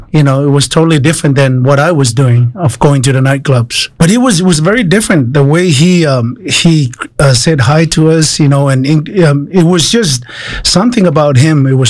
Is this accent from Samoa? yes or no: yes; Samoa; English is a second language; moved away as an adult; one of the chiefs of the two villages in Samoa.